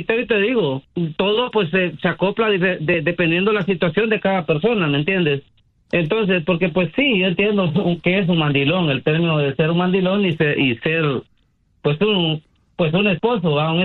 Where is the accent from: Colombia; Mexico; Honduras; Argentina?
Honduras; Sí, soy hondureño.